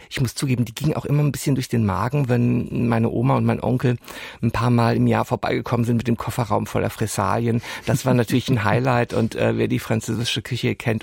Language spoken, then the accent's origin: German; Hesse, Germany; first language French; Ich bin im Hessischen groß geworden, in einem 600-Seelendorf. Und wenn man da mit einem französischen Akzent in die Schule gegangen ist, war man schon der Exot.